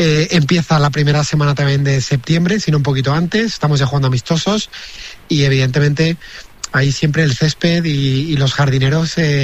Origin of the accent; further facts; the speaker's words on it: Valencia, Valencian Community, Spain; La verdad es que ya es una tierra que siento como mía, la verdad. Es mi segunda casa. Yo soy de Valencia, pero por la organización de este campeonato y otros motivos paso bastante tiempo en esta tierra